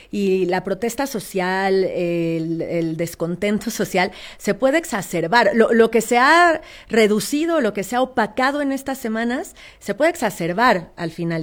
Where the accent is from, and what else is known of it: Mexico